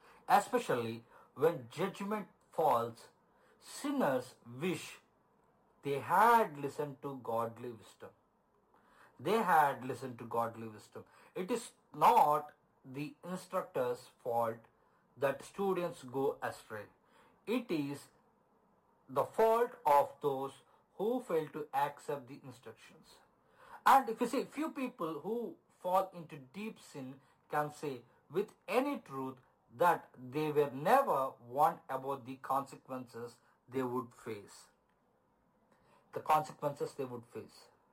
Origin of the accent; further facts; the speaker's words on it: Ongole, Andhra Pradesh, India; English is a second language; moved away as an adult; also born or lived in Mysore; in 2018, I got my job and I moved away from Ongole and stayed in Bangalore, in Mysore, which is near to Bangalore, and which is, you know, like 500 kilometers away from Ongole.